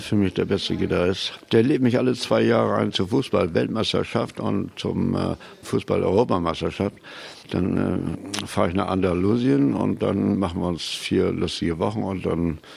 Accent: Lower Saxony, Germany; born there; also born or lived in Varel / Oldenburg; now in Wilhelmshaven, Germany; Nein, ich bin hier oben geboren. Ich bin in Sonderbusch geboren, das ist in der Nähe von Wilhelmshaven. Und mein erster Atemzug war Salzluft, Jodluft und die Temperatur hier oben in Norddeutschland.

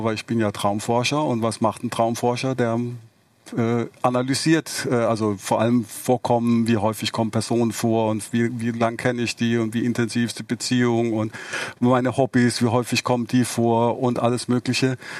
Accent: Heidelberg, Baden-Württemberg, Germany; Ich bin ja im Raum Heidelberg aufgewachsen und habe in Karlsruhe Elektrotechnik studiert und in Mannheim Psychologie, weil ich dort einen Studienplatz bekommen habe.

